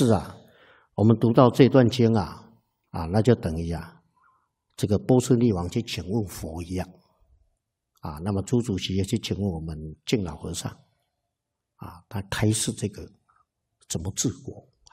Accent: Taiwan; 这个呢都是造成我们台湾人民的伤害啊，我们真的是无辜的啊

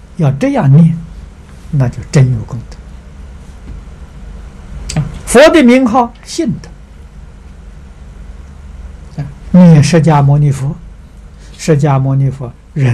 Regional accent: China; 如同我们中国人这个家里面供祖宗的牌位一样，

